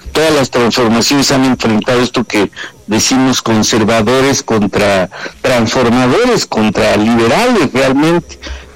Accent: Veracruz, Mexico; No, fíjate que yo soy de Veracruz y yo siempre estoy acostumbrado a la soberanía nacional, el pueblo veracruzano cuatro veces heroico, allá sí lo sabemos esto

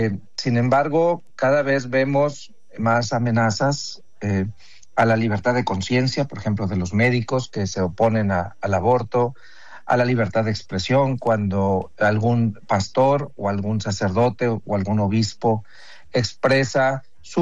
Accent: Mexico; nosotros también somos mexicanos, ¿no? Sí. Somos mexicanos sirviendo al pueblo de México.

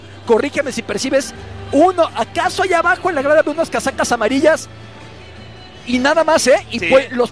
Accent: Mexico; porque somos los mexicanos.

